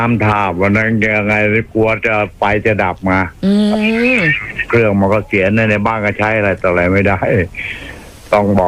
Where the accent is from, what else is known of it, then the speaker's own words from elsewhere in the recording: Sing Buri, Thailand; เป็นคนสิงห์บุรี